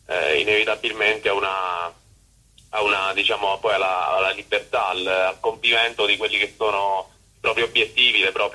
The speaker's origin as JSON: {"language": "Italian", "region": "Abruzzo", "country": "Italy", "said": "Io vengo dall'Abruzzo, Val di Sangro, zona Val di Sangro, in Abruzzo."}